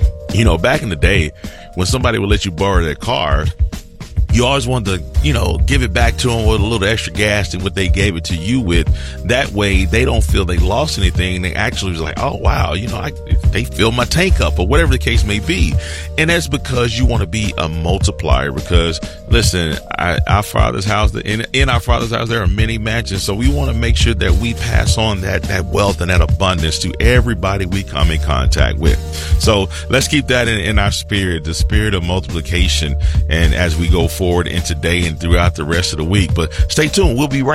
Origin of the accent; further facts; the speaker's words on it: Dallas, Texas, United States; moved away; I went back to my hometown in Dallas